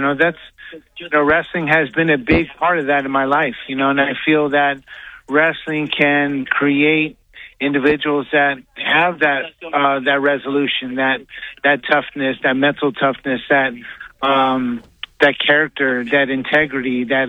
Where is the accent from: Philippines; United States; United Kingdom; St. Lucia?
Philippines; And so never thought I'd be known as a Filipino wrecking machine around the world, you know, but I am